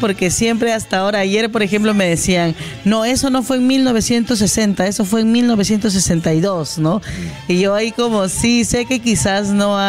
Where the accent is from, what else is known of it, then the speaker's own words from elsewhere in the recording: Peru; como buenos peruanos solemos también exagerar.